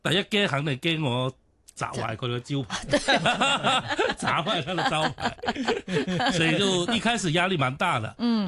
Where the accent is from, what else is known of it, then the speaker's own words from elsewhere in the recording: Shantou, Guangdong, China; 我们汕头就是这几年文旅大发展，然后有一些外地的游客来了我们潮汕这边旅游，然后来了我们店